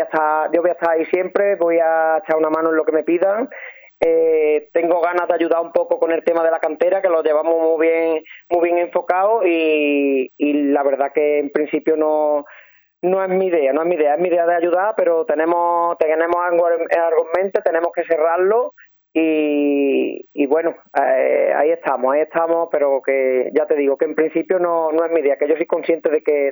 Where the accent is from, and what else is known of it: Pedrera, Andalusia, Spain